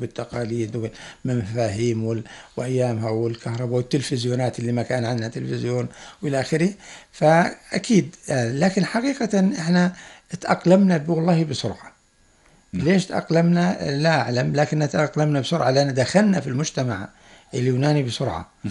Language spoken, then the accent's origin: Arabic; Salt, Balqa Governorate, Jordan